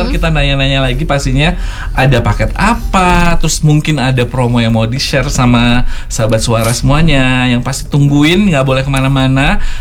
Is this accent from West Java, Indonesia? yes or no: yes; Bandung, West Java, Indonesia; Mau nonton konser terus kebetulan kayak kita dari Bandung jauh ya. Maksudnya bolak-balik kan capek.